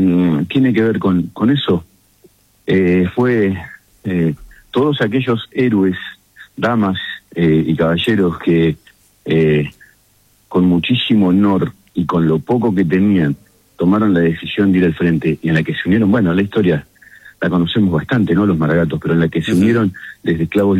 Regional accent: Buenos Aires Province, Argentina; nosotros somos el inicio de la Patagonia desde norte

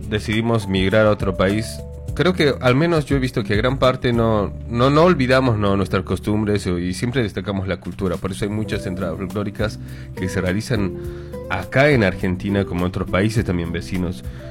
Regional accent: Bolivia; born there; moved away; yo nací en Bolivia.

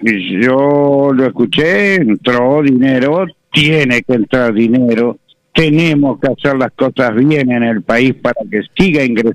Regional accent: Uruguay

